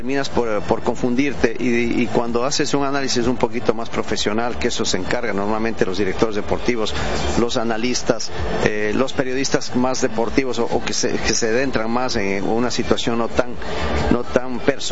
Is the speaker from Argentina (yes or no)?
no; Ecuador